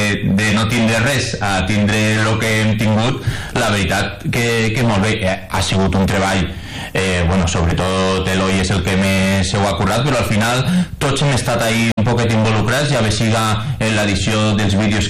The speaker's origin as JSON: {"language": "Catalan", "town": "Benicarló", "region": "Valencian Community", "country": "Spain"}